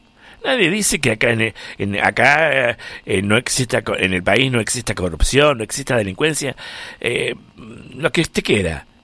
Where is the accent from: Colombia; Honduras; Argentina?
Argentina; como argentino que somos y que queremos nuestro país, nuestra tierra, todo lo que comprende nuestra querida República Argentina